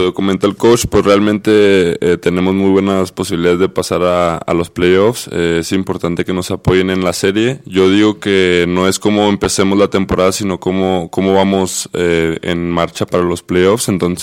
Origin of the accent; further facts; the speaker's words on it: Monterrey, Nuevo León, Mexico; born there; yo nací en Monterrey, Nuevo León, pero mi papá es de aquí, de Fresnillo, Zacatecas.